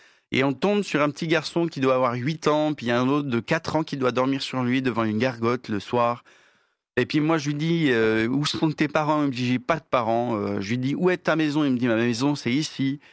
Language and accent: French; Madagascar; moved away as an adult; now in France; Moi, j'étais rentré de Madagascar pour faire mes études supérieures et puis comme beaucoup, après on construit notre vie ici, quoi.